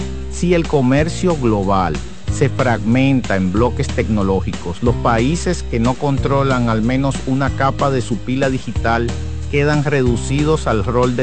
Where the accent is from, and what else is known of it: Dominican Republic